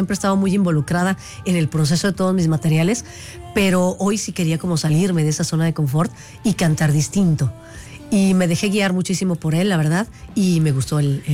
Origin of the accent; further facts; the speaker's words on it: Pachuca, Hidalgo, Mexico; Yo soy de Pachuca, Hidalgo.